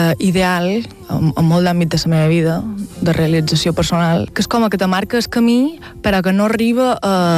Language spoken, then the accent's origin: Catalan; Valldemossa, Balearic Islands, Spain; Sí, som de Vall de Mossa, oh, Vall de Mossa, no sé què, no sé quantos.